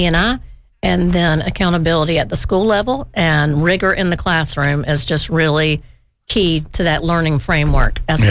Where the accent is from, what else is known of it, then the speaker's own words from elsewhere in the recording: Columbia, South Carolina, United States; I grew up in Columbia, South Carolina.